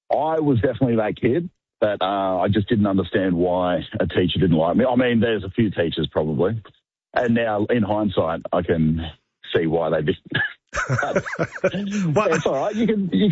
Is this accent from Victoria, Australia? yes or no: no; Sunshine Coast, Queensland, Australia; I grew up ginger on the Sunshine Coast.